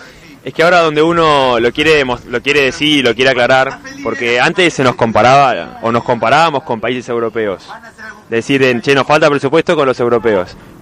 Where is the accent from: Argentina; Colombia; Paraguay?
Argentina; Mar del Plata, Buenos Aires Province; born there; Soy de Mar del Plata, sí. Nací en Mar del Plata, vivo en Mar del Plata hoy en día.